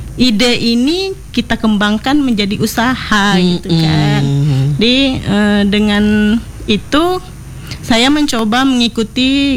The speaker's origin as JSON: {"language": "Indonesian", "region": "North Sumatra", "country": "Indonesia", "lives_now": "Pekanbaru, Indonesia", "said": "Iya, saya berasal dari Medan, yaitu dari Kabupaten Batubara."}